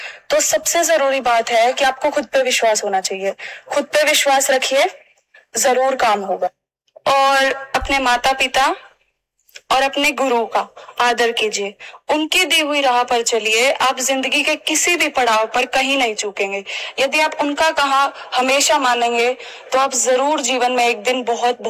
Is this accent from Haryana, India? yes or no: yes; Hisar, Haryana, India; मैं हिसार हरियाणा से रहने वाली हूँ